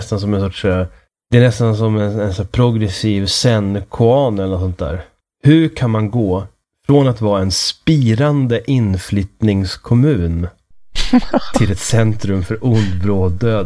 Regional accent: Uppsala, Uppsala County, Sweden; Ja, det är inte alls lika illa ställt i min hemstad. Alltså i Stenhagen och Gottsund och sånt där.

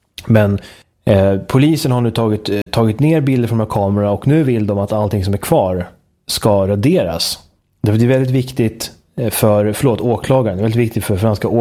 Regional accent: Västmanland County, Sweden; Jag är också västmanlänning. Och du också, Boris. Va?

